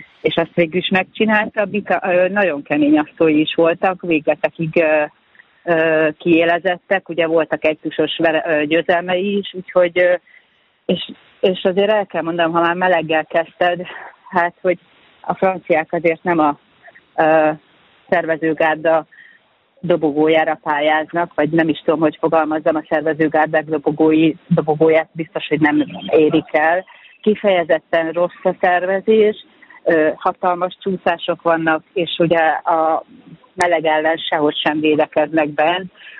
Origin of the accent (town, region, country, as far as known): Hungary